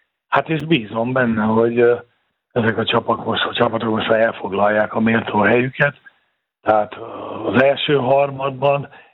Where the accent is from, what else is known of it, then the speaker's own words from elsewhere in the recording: Békés, Hungary; born there; hát én vidéki vagyok, Kéregyháza mellett születtem